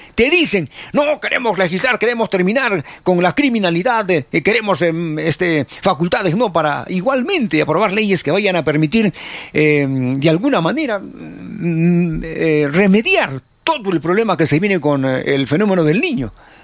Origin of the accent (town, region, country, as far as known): Peru